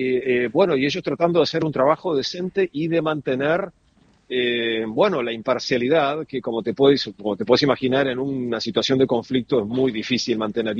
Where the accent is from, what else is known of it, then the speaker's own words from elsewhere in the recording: Uruguay; now in London, United Kingdom; no me falló el ADN uruguayo ahí.